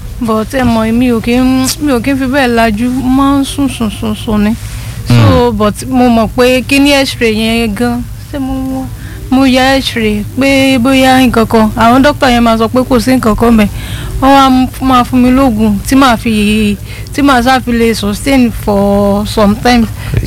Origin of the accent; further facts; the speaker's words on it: Ibadan, Oyo, Nigeria; ah omo Ibadan ni mi but odo mo mu to wa njebu